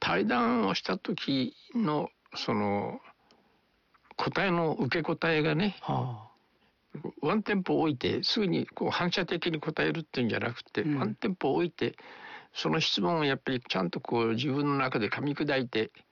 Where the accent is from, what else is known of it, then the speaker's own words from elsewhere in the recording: Fukuoka, Japan; 僕も福岡ですから